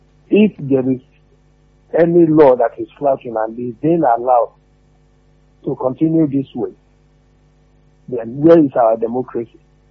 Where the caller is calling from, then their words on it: Olugbo, Nigeria; calling you from Olugbo.